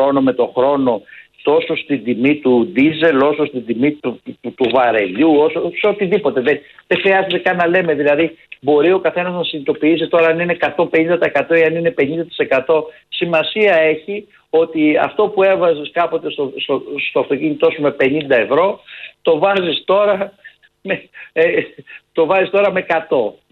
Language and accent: Greek; Greece; Εμείς ως Έλληνες είμαστε λίγο τυχεροί.